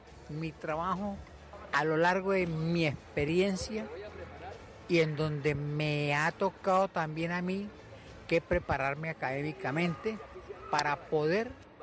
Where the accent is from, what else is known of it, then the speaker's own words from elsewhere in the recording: Cúcuta, Norte de Santander, Colombia; also born or lived in Bogotá; Yo nací en Bogotá y desde los 3 años me radiqué aquí. Mi papá se radicaron aquí en Cúcuta. Pues yo muy contento, muy feliz, muy dichoso de estar en esta tierra, porque me siento más cucuteño que cualquier otro.